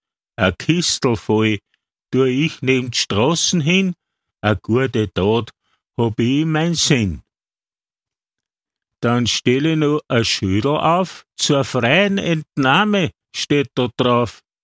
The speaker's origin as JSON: {"language": "German", "region": "Lower Austria", "country": "Austria", "said": "Sommerzeit gibt's bei uns daheim im Mostviertel die sogenannten Kloröpfe, wenn man so einen Baum im eigenen Garten hat."}